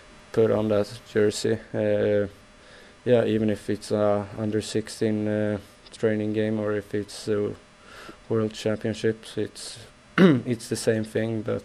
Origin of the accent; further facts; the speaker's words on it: Västra Götaland, Sweden; English is a second language; My hometown is pretty close to Gothenburg, so yeah, even since I started to play, like, Frölunda's always been my team.